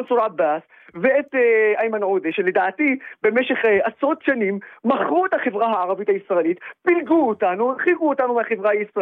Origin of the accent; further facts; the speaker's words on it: Nazareth, Northern District, Israel; moved away as an adult; now in Tel Aviv, Israel; אני היום בתל אביב, אבל כל חיי גדלתי בנצרת